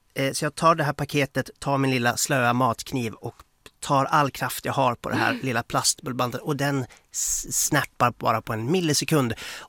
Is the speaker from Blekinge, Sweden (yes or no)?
no; Stockholm, Stockholm County, Sweden; nej, jag är från Stockholm, jag är här på besök